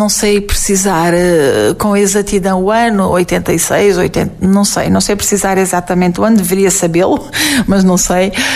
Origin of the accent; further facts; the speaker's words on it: Portalegre, Alentejo, Portugal; moved away as an adult; also born or lived in Évora; Porto Alegre é a minha terra, é a minha cidade